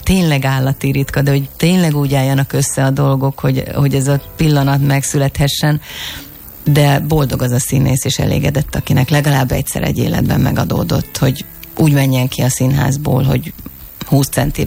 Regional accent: Hungary; first language Hungarian; Nekem nagyon fontos az anyanyelvem. Játszottam én is külföldi filmben, koprodukcióban, beszéltem szinkronban németül, de nekem nagyon fontos a magyar

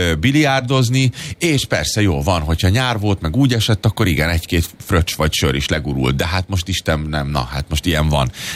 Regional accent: Budapest, Hungary; moved away; hát ugye ott nőttem fel

